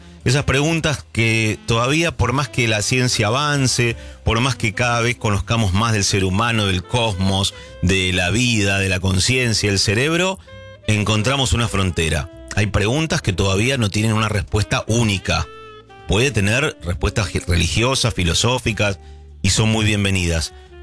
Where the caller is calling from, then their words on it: Venado Tuerto, Santa Fe, Argentina; de Venado Tuerto, pero en este momento estoy en Londres, Catamarca.